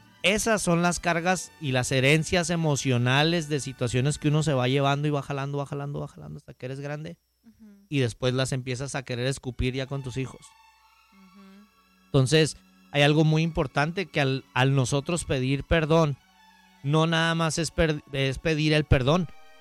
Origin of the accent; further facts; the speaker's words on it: Mexico; porque como mexicanos tenemos una cultura muy hermosa, muy bella